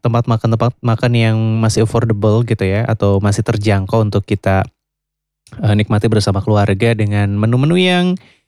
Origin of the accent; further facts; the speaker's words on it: Purwokerto, Central Java, Indonesia; kita sebagai warga Purwokerto